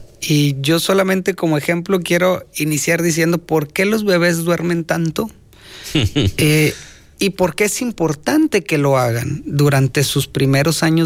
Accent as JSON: {"language": "Spanish", "town": "Montemorelos", "region": "Nuevo León", "country": "Mexico", "tie": "born or raised there", "said": "Yo nací en Montemorelos. Crecí en Montemorelos, me eduqué en Montemorelos y actualmente sirvo a Montemorelos. Okay. Desde la profesión y como ciudadano, hemos estado prácticamente en Montemorelos, Nuevo León, desarrollándonos"}